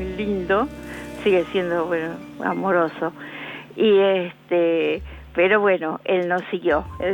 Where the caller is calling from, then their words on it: Buenos Aires, Argentina; Te comento de Flores